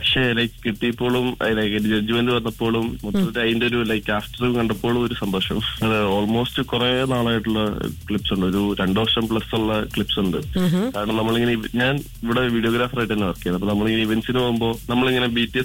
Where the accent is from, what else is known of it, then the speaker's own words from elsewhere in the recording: Kottayam, Kerala, India; moved away; നാട്ടിൽ കോട്ടയം.